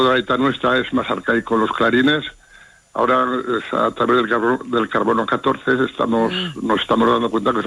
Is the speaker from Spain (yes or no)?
yes; Sariñena, Aragon, Spain; Soy nacido en Sariñena y residente de Sariñena.